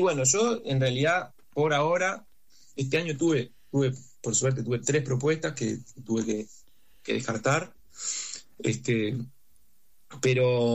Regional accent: Salto, Uruguay; moved away; Hay un carnaval en la ciudad de Salto, donde yo nací, que es muy conocido, o sea, es como bastante famoso

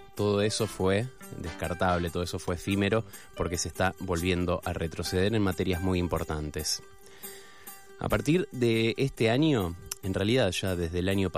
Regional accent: Argentina

